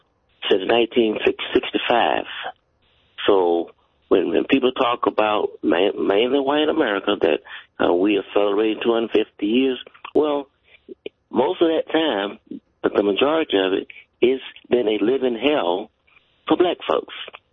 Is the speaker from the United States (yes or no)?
yes; the South, United States; moved away as an adult; now in Virginia, United States; I grew up in the South. When I left home in 1969